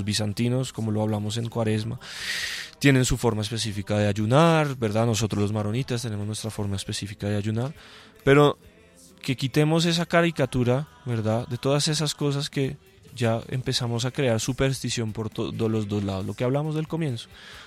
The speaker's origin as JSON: {"language": "Spanish", "country": "Colombia", "said": "Como buenos colombianos nos gusta ducharnos"}